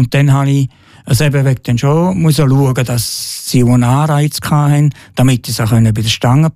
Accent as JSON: {"language": "German", "town": "Buchs", "region": "St. Gallen", "country": "Switzerland", "tie": "born or raised there", "moved": "as an adult", "lives_now": "Liechtenstein", "said": "Ich bin jetzt 73, ich bin in Buchs aufgewachsen, bin ein Wartauer und ich wohne seit 1980 im Fürstentum Liechtenstein, weil ich Lehrer war in der Oberschule in Eschen."}